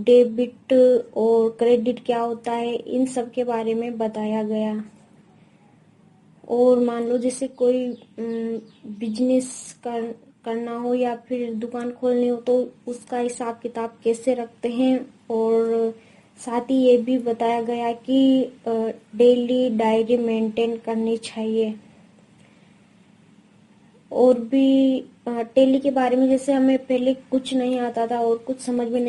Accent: Rajasthan, India; मैं बारा जिले के मुसेन माता गांव की रहने वाली हूँ।

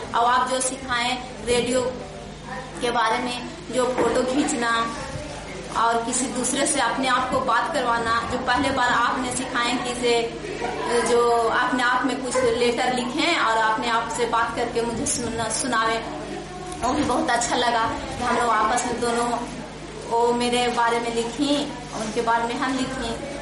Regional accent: Deo, Bihar, India; मैं देव की रहने वाली हूँ

